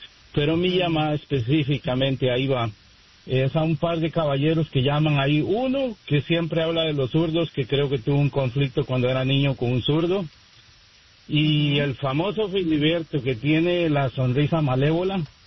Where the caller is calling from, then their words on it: West Palm Beach, Florida, United States; En West Palm Beach, buenos días.